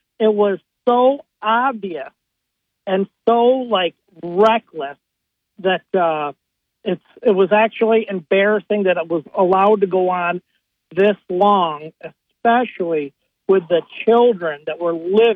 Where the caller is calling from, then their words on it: Binghamton, New York, United States; I'm calling from the south side of Binghamton. I live on Park Ave